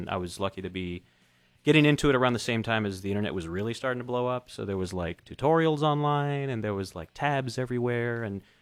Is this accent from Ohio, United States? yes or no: no; Laredo, Texas, United States; We're both from Laredo, Texas, or we're all from Laredo, Texas.